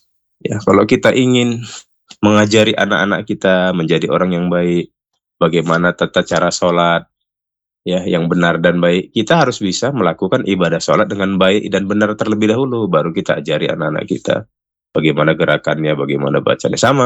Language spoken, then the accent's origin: Indonesian; Indonesia; kita sebagai orang Indonesia, warga Indonesia tentunya